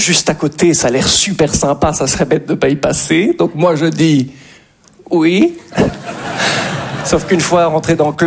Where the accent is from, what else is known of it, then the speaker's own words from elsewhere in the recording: Belgium; je suis belge.